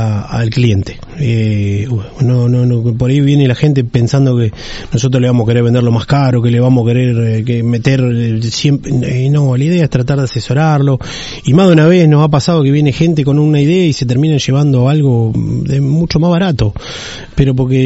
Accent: Bahía Blanca, Buenos Aires Province, Argentina; nosotros somos de Bahía, nosotros nos sentimos ya casi parte de Punta Alta.

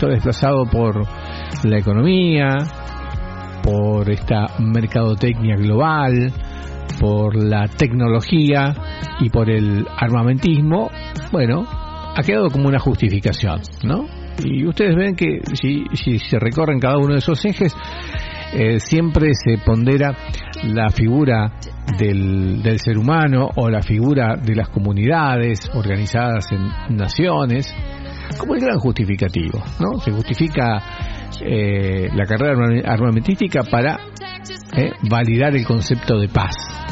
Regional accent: Argentina

